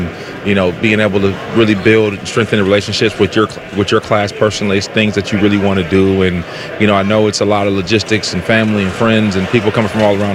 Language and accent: English; Minnesota, United States; Well, I'm from Minnesota, so, you know, it's not like growing up in Houston or, you know, Dallas or Miami or L.A.